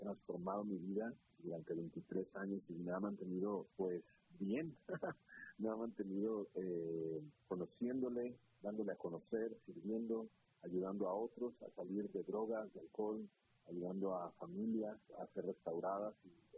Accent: Monterrey, Nuevo León, Mexico; como yo soy de Monterrey, Nuevo León, es una expresión norteña

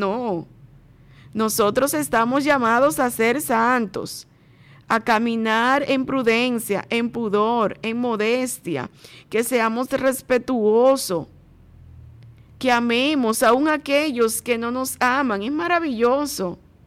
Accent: Dominican Republic

